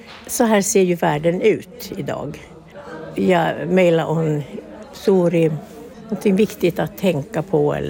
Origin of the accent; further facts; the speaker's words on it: Norrbotten County, Sweden; born there; mä olen Purnosta syntyisin.